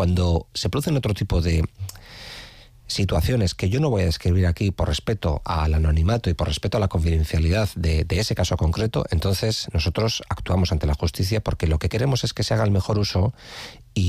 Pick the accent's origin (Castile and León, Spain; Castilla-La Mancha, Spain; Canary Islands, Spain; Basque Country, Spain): Basque Country, Spain; San Sebastián; yo, que soy de Riberas y llevo más de 20 años viviendo allí